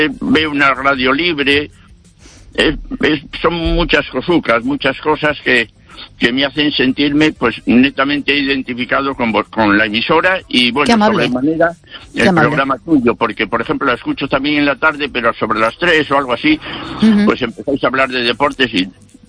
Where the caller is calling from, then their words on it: Santander, Cantabria, Spain; soy de Santander.